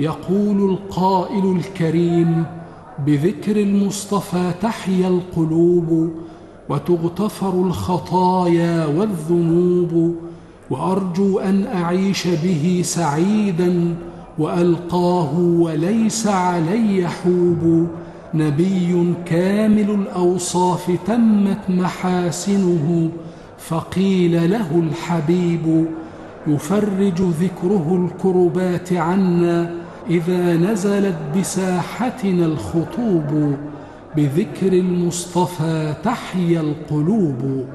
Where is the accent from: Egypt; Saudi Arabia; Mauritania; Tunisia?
Egypt; ونحن في مدينة القاهرة، طوف بنا حول بلادنا مصر المحروسة